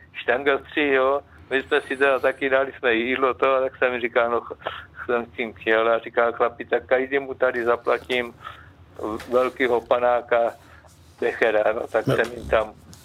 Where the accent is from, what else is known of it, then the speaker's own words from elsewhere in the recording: Kostelec nad Orlicí, Hradec Králové Region, Czechia; to já jsem z Kostelce, to je na Zorlici